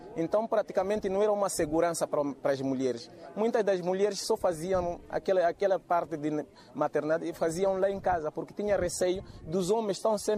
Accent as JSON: {"language": "Portuguese", "region": "Zambezia", "country": "Mozambique", "tie": "born or raised there", "said": "sou natural de Micaúni, aqui onde nasci."}